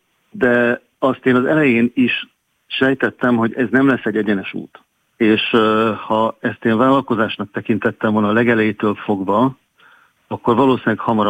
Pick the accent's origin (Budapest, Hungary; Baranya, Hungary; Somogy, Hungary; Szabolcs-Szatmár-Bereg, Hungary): Baranya, Hungary; Pécs; born there; moved away as an adult; now in Tokaj-Hegyalja, Hungary; én Pécset születtem, igaz, dédnagyapám szőlőjében töltöttük a hétvégéket